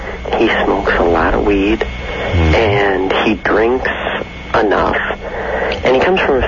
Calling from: Chicago, Illinois, United States; I'm calling from Chicago.

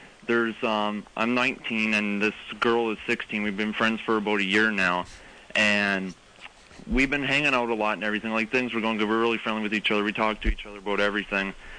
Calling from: Windsor, Ontario, Canada; I'm calling from Windsor, Ontario.

